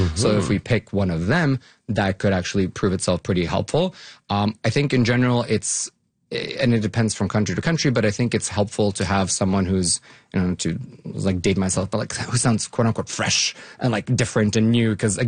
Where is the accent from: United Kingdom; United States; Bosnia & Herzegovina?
Bosnia & Herzegovina; moved away; So I grew up, I was born and raised in Bosnia, Herzegovina, and it's a formerly war-torn country.